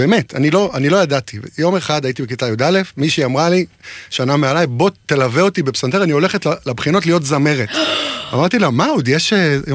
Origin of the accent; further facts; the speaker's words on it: Northern Israel, Israel; כשהייתי קטן, גדלתי בצפון